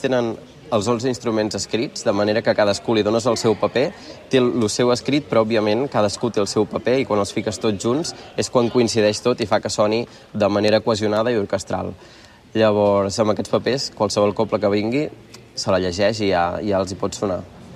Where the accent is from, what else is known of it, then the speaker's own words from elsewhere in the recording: Tordera, Catalonia, Spain; aquí no sé si és perquè és el meu poble